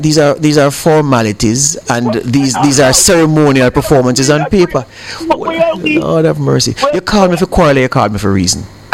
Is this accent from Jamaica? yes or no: yes; Jamaica